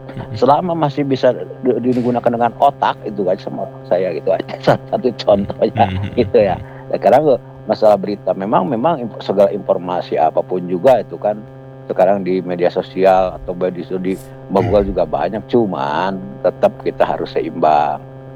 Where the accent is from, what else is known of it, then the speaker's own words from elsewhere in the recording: West Java, Indonesia; Kan saya dari Jawa Barat, ya entah berapa ribu kilometer kan bisa memantau.